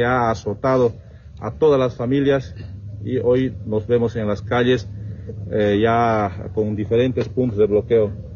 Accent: Bolivia; como vivientes de aquí de las 6 federaciones, como boliviano, nos vamos a defender.

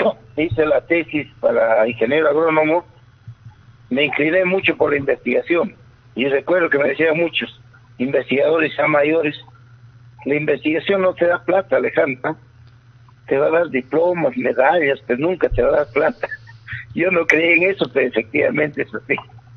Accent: Huancayo, Junín, Peru; moved away as an adult; now in Huánuco, Peru; Huancayo, mi tierra linda

